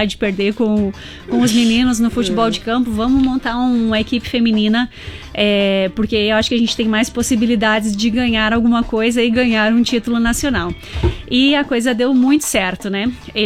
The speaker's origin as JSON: {"language": "Portuguese", "town": "Chapecó", "region": "Santa Catarina", "country": "Brazil", "tie": "born or raised there", "said": "Sou barriga verde, sou natural aqui de Chapecó"}